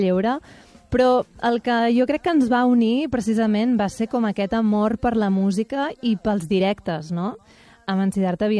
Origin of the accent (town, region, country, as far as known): Castelló d'Empúries, Catalonia, Spain; born or raised there; also born or lived in Roses